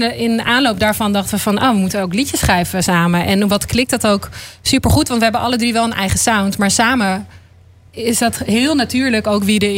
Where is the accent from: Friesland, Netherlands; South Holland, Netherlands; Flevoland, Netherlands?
Flevoland, Netherlands; Zeewolde; Ik ben opgegroeid in Zeewolde, ja. Dus ik voel me helemaal thuis hier.